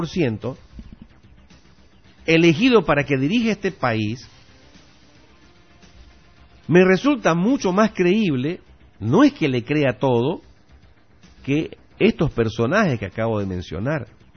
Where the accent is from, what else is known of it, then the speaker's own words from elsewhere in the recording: Bolivia; ¿en qué me beneficia a mí Fernando Cerimedo como ciudadano boliviano? En nada.